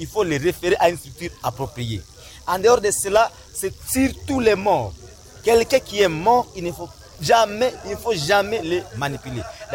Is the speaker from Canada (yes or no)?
no; Butembo, North Kivu, DR Congo; ici chez nous à Ville de Boutembo.